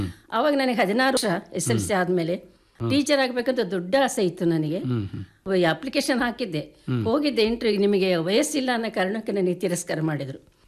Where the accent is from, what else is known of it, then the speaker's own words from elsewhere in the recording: Devalapura, Karnataka, India; born there; ರಜಾ ದಿನಗಳಲ್ಲಿ ದೇವಲಾಪುರದಲ್ಲಿ ಇದ್ವಿ ನಾವು ಮೊದಲು, ಅಲ್ಲಿ ಖಾಸಗಿ ಶಾಲೆಯಲ್ಲಿ ಓದಿದೆ. ಅಲ್ಲಿ ಏನು ನಾನು ಕಲ್ತಿದ್ದೀನಿ ಅಂತ ತಿಳ್ಕೊಂಡು ನಮ್ಮ ಮರಿಯಮ್ನಹಳ್ಳಿಗೆ ಬಂದಾಗ ಗೌರ್ಮೆಂಟ್ ಶಾಲೆಗೆ ಹೋದೆ ನಾನು